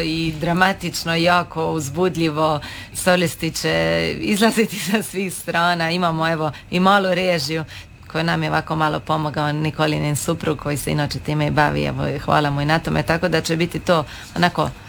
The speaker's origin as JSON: {"language": "Croatian", "town": "Dubrovnik", "region": "Dubrovnik-Neretva County", "country": "Croatia"}